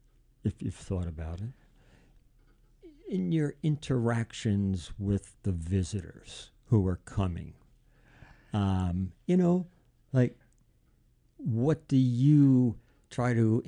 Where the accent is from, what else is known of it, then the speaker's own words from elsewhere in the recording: New Jersey, United States; See, I'm from New Jersey.